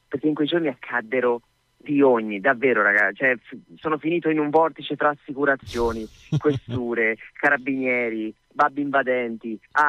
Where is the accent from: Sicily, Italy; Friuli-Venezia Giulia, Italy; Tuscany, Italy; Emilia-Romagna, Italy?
Tuscany, Italy; Florence; also born or lived in Bagno a Ripoli; Sono fiorentino, nel cuore e nell'anima, ma sono nato sui Colli.